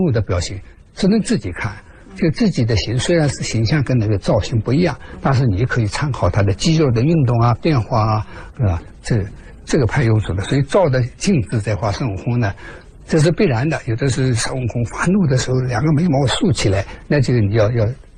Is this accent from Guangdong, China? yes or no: no; Wuxi, Jiangsu, China; 那么他是无锡人，我也是无锡人。